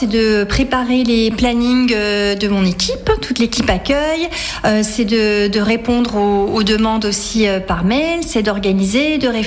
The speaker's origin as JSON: {"language": "French", "town": "Besançon", "region": "Bourgogne-Franche-Comté", "country": "France", "tie": "born or raised there", "said": "Moi je suis née à Besançon, j'ai toujours vécu à Besançon, je suis simplement partie 2 ans à Paris pour compléter mes études, ma formation initiale."}